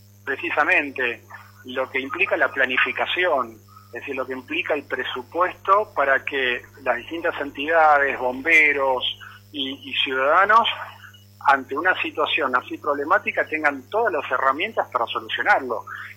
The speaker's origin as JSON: {"language": "Spanish", "country": "Argentina"}